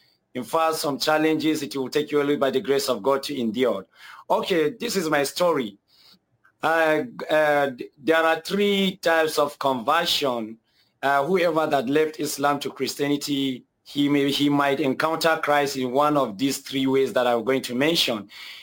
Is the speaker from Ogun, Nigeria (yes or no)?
no; Kaduna, Kaduna State, Nigeria; my dad is a chief of Fulanis of Kaduna local government of Kaduna State in Nigeria, where I was born and brought up. Because I was born and brought up in Nigeria, in far northern part of Nigeria